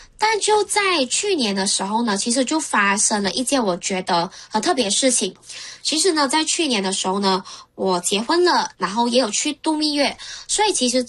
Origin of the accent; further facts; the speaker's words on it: Malaysia; now in Singapore; 因为呢，我本身是马来西亚人啦，但是呢，我是在新加坡上班